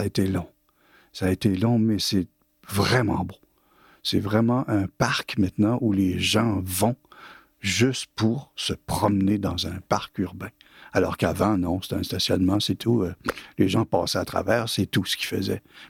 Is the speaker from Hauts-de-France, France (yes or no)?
no; Caen, Normandy, France; born there; Bah, j'habite à Caen, je suis né à Caen.